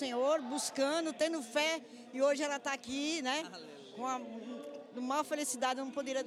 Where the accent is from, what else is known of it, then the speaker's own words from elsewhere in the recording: São Paulo, Brazil; Eu venho, não, eu sou aqui mesmo, de São Paulo.